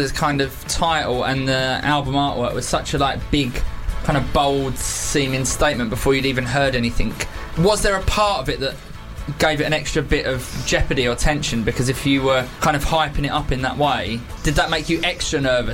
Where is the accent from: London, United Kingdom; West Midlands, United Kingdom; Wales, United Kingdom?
London, United Kingdom; Bexleyheath; Bexley Heath! Bro, you got to represent where you're from.